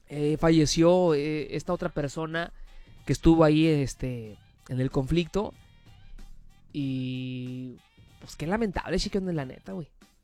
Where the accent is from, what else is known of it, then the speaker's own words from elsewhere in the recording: Punta Banda, Baja California, Mexico; soy de Punta Banda, ¿verdad? Allá vivo yo, güey.